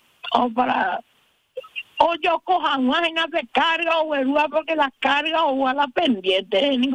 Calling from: Paraguay

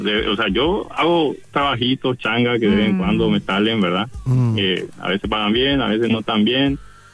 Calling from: Asunción, Paraguay; Ahora mismo estoy por Luque, pero yo soy de Asunción.

